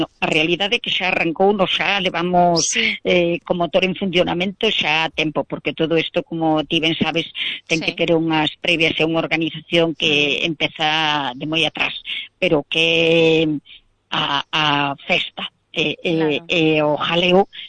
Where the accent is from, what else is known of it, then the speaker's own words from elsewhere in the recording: Mandán, Galicia, Spain; Pois sí, porque vouche contar, xa fai 40 anos, eu xa fora... da Comisión de Festas en Mandán, no meu pobo.